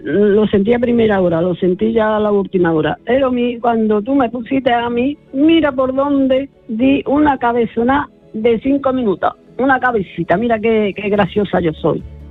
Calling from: Córdoba, Andalusia, Spain; de Córdoba.

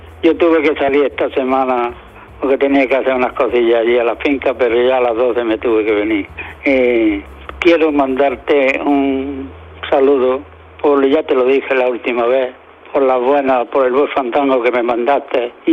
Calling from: Almuñécar, Andalusia, Spain; de Almuñécar.

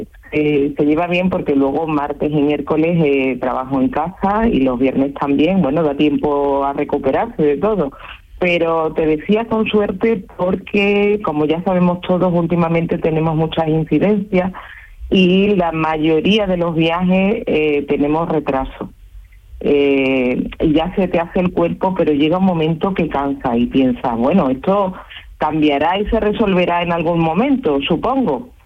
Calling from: Seville, Andalusia, Spain; hoy sí me pillas en Sevilla. Hoy estoy en casa y trabajando ya

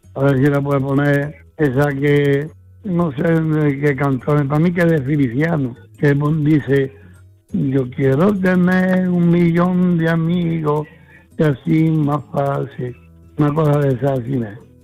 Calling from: Padul, Andalusia, Spain

